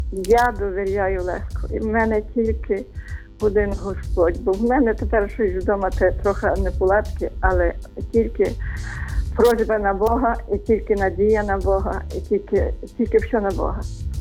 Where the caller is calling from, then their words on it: Lviv, Lviv Oblast, Ukraine; бо я зі Львова телефоную, і це Львов.